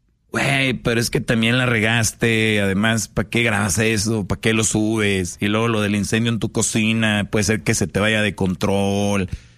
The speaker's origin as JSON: {"language": "Spanish", "town": "Monterrey", "region": "Nuevo León", "country": "Mexico", "tie": "born or raised there", "said": "yo de niño en Monterrey sí jugábamos con eso"}